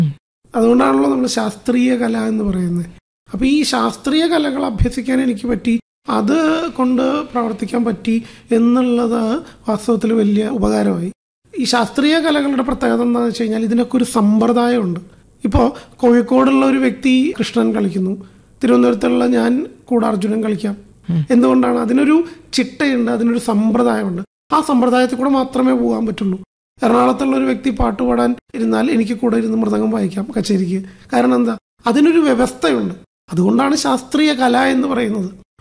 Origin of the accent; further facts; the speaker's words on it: Irinjalakuda, Kerala, India; ഞാൻ ഇരിഞ്ഞാലക്കുടക്കാരനാണ്.